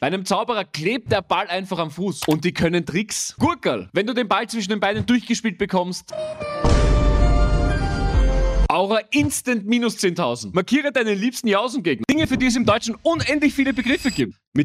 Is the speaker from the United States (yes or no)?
no; Austria; Bei uns in Österreich ist es der Kirtag oder der Kirchtag.